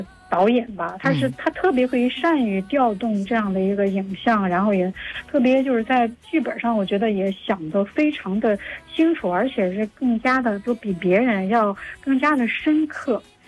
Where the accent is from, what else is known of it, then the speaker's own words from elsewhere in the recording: China; 我们中国人